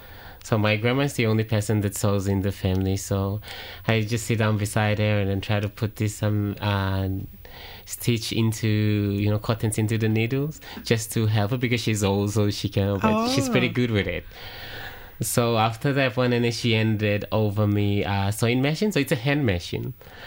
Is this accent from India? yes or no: no; Central Province, Papua New Guinea; I am from Central, so I am mixed Motuen and Motu Koitabu. Dad is a Motuen from Hula, and a mom is Central from Motu Koitabu. Dad is also Motu Koitabuen also.